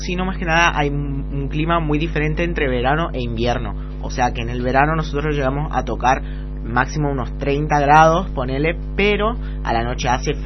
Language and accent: Spanish; Sardinia, Italy; Spanish is a second language; now in Resistencia, Argentina; tengo 17 años, soy de Italia y ahora estoy pasando mi intercambio acá en Resistencia. De Italia yo vengo de una pequeña isla del Mediterráneo que se llama Cerdeña